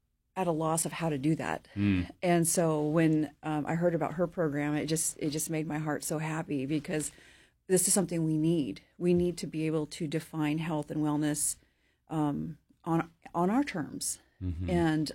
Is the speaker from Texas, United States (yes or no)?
no; Ketchikan, Alaska, United States; also born or lived in Hydaburg, Alaska; Well, so I grew up in Heidelberg and Ketchikan